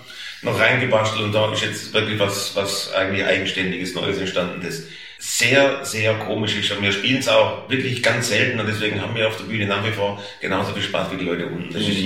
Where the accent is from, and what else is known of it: Stuttgart, Baden-Württemberg, Germany; accent: Swabian